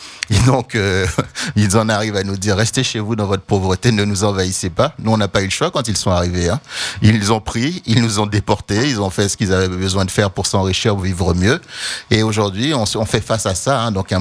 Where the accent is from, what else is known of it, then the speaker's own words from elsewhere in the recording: Haiti; Moi, personnellement, en tant qu'Haïtien